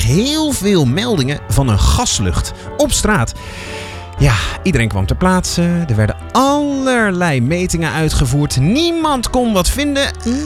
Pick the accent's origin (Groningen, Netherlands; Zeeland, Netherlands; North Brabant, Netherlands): Groningen, Netherlands; born there; we gaan eerst naar mijn geboortegrond. Namelijk naar Groningen.